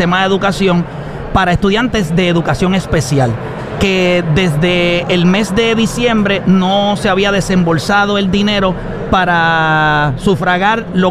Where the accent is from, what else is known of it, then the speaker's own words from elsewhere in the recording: Puerto Rico; Yo creo que como puertorriqueños tenemos que ser capaces.